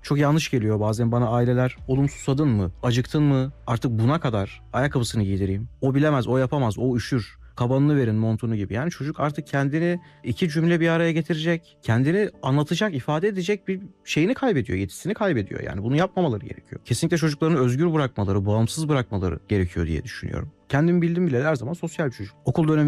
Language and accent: Turkish; Akhisar, Manisa, Turkey; now in Istanbul, Turkey; 1992 Manisa Akhisar doğumluyum. İlk örtümü ve orta öğrenimimi Akhisar'da tamamladım.